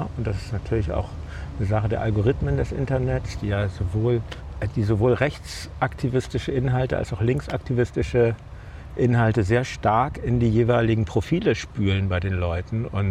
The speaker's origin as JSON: {"language": "German", "country": "Germany", "said": "Ich bin Deutscher"}